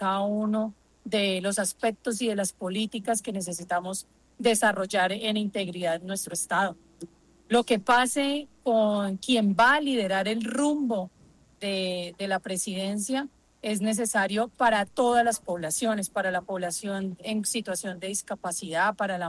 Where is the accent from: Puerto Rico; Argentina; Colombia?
Colombia; como colombianos y como colombianas